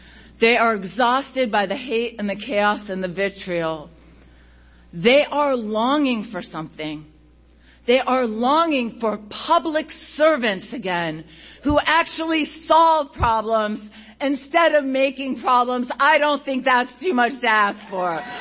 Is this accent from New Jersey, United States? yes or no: no; Youngstown, Ohio, United States; Growing up in Youngstown, we didn't know what party you were. We knew what union you were in.